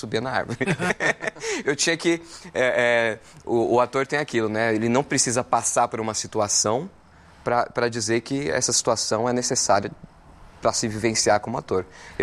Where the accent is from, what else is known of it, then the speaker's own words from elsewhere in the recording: São Paulo, Brazil; Eu sou do Campo Limpo, Santo Amaro.